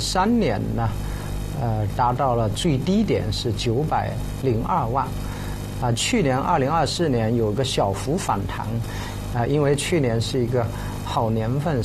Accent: China; 我们中国人

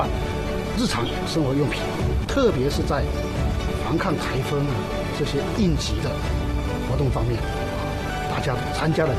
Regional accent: Fujian, China; 我呢，生长于农村，老家跟长乐这边接壤。大家都是讲客家话的

